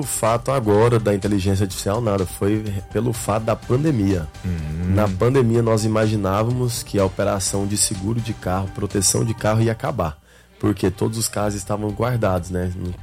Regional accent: Goiânia, Goiás, Brazil; now in Fortaleza, Brazil; lá em Goiânia, por exemplo, onde nós temos operação também, que é a minha terra.

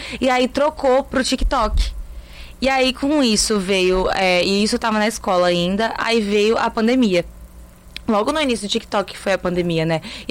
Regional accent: Campos dos Goytacazes, Rio de Janeiro, Brazil; moved away as an adult; also born or lived in São Paulo; now in Fortaleza, Brazil; eu sou campista. Eu sou do interior do Rio de Janeiro, em Campos dos Goytacazes. Eu nasci lá a vida inteira, fiquei até 18 anos. É uma cidade que fica a umas 4 horas do Rio, nem é tão perto, não tem praia. Mas a gente gosta, tem aquele climinha de interior que todo mundo se conhece

